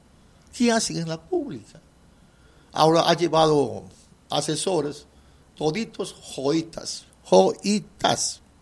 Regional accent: Tarapoto, San Martín, Peru

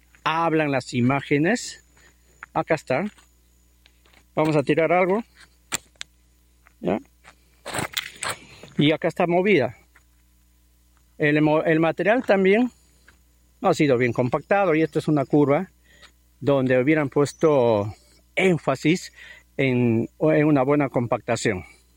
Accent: Urcupata, San Martín, Peru; Somos pobladores de Urcupata

